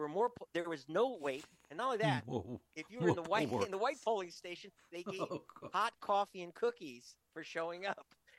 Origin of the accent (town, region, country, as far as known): Pacoima, California, United States